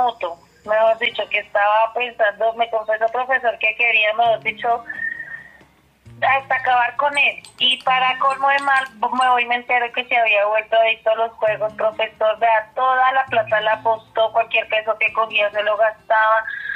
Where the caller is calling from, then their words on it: Viotá, Cundinamarca, Colombia; Lo llamo acá desde Biota, Cundinamarca.